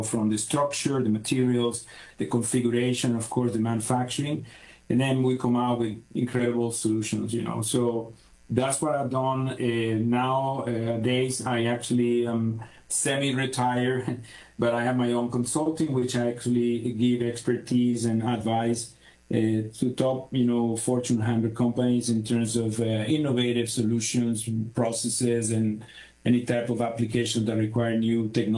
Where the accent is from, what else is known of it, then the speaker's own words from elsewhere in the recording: Venezuela; Yeah, the young …, I mean, I grew up in Venezuela. I don't know if you're familiar. Well, nowadays it's in the news, but you know, Venezuela is incredible nature-driven countries.